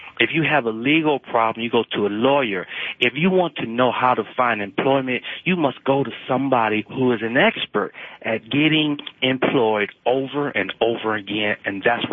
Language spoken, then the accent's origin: English; Michigan, United States; moved away; I'm from Michigan.